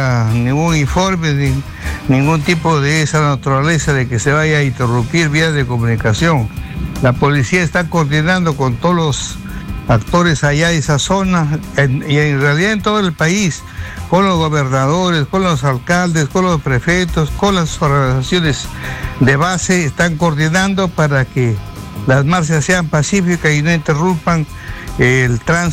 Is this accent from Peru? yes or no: yes; Peru; los peruanos, que pasamos aquí una serie de inconvenientes para llevar el pan cada día.